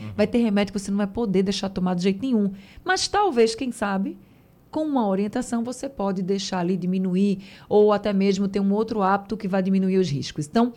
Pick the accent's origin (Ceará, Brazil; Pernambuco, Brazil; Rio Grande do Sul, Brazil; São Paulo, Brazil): Pernambuco, Brazil; born or raised there